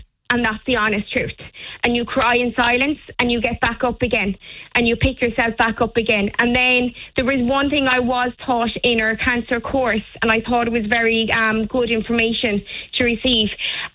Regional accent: Castletroy, Munster, Ireland; I suppose I'm from Castletroy myself

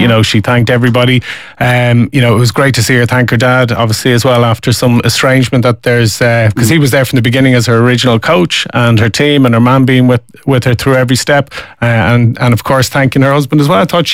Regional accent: Croydon, London, United Kingdom; I'm from Croydon.

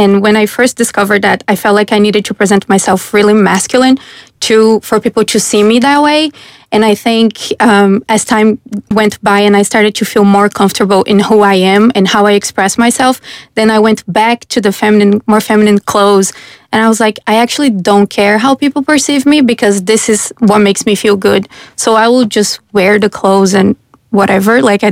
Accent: Brazil; now in Ireland; I come from Brazil, which is a very colorful country.

